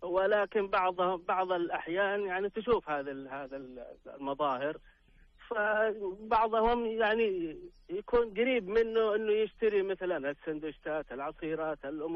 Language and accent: Arabic; Saudi Arabia; احنا كسعوديين وكعرب كل واحد يقول بالشيء اللي عنده